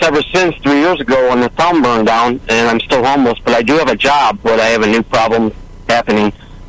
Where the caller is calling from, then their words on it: Maui, Hawaii, United States; Yeah, I'm calling from Maui, Hawaii. Like 3 years ago, I made the mistake of moving here, and I moved to the town of Lahaina